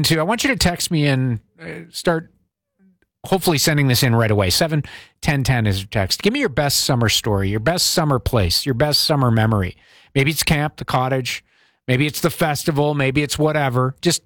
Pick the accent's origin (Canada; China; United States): Canada; Ottawa, Ontario; Right here in my hometown right now is, of course, Ottawa has been since 2006.